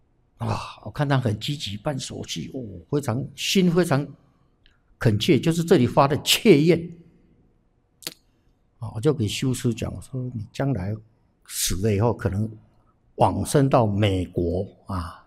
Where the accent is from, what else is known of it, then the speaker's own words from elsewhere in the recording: Taiwan; 我们台湾这边